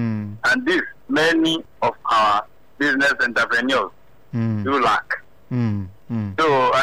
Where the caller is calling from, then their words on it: Agbara, Ogun, Nigeria; Yes, I'm calling from Agbara.